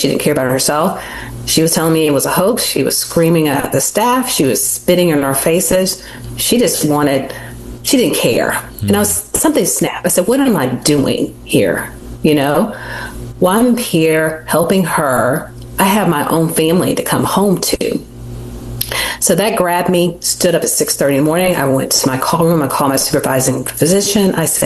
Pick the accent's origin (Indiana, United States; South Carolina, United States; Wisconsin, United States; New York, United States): South Carolina, United States; I grew up in South Carolina in a house full of boys.